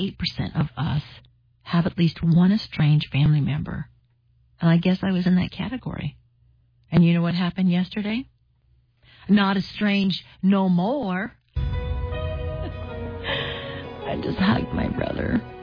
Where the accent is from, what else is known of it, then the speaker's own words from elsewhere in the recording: San Pedro, California, United States; I'm in my hometown of San Pedro.